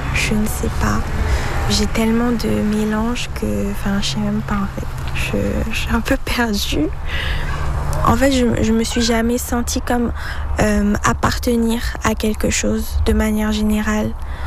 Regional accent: France; En tant que français, on fait des bruits qui n'existent pas dans d'autres langues.

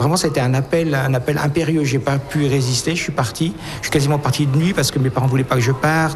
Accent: France; Donc, je me sentais presque un petit peu concerné en tant que Français par La Hacienda

